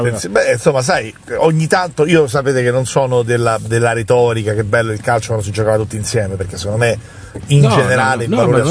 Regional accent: Rome, Lazio, Italy; Lo dico da romano

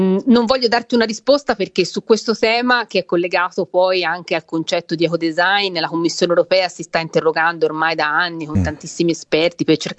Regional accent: Prato, Tuscany, Italy

